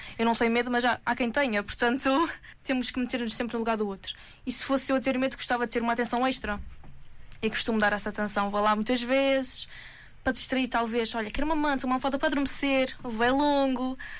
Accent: Azores, Portugal; sou açoriana

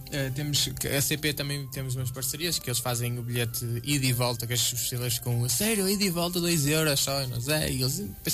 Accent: Portugal; enquanto portugueses

